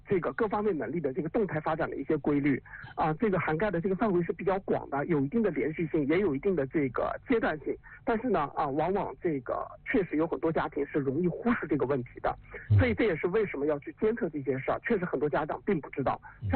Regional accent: China; 我们中国人可能经常会说贵人语迟，对吧？

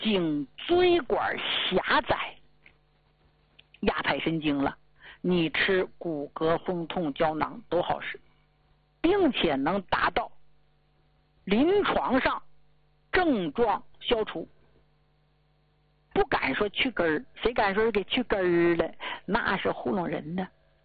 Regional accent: Northeast China, China; 咱们家乡，你看黑龙江、吉林、辽宁、东三省，一到冬天那不用寻思，嘎巴嘎巴冷啊。

